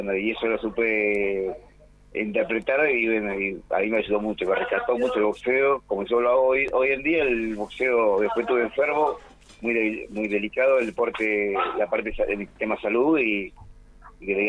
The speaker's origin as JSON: {"language": "Spanish", "town": "Río Gallegos", "region": "Santa Cruz", "country": "Argentina", "tie": "born there", "also_born_or_lived": "Gobernador Gregores", "said": "yo soy nacido en Río Gallegos, y yo me inicié en Gobernador Gregores. Uh-huh. Con mi madre vivía allá, vivimos allá en Gregorio en el año 84"}